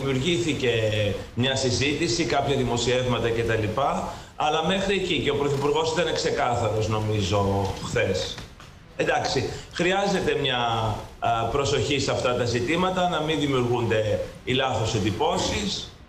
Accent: Thessaloniki, Central Macedonia, Greece; moved away; εγώ είμαι Θεσσαλονικιός, οπότε επιστρέφω στην πατρίδα

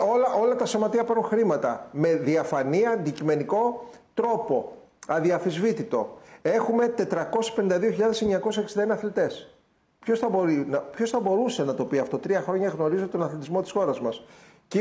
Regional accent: Greece; ως πολιτικός και ως Έλληνας

